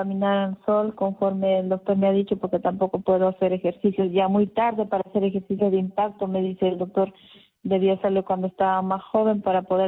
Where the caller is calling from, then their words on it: Cusco, Peru; le llamo de Cusco.